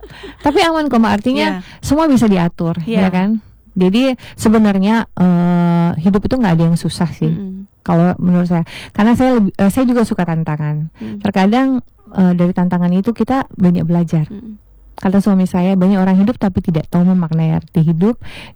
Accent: Makassar, South Sulawesi, Indonesia; born there; also born or lived in Pontianak; Saya Bugis Makassar, lahir di Makassar juga.

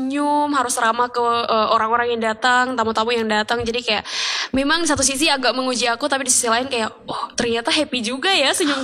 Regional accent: Tobelo, North Maluku, Indonesia; Aku dari Tobelo.

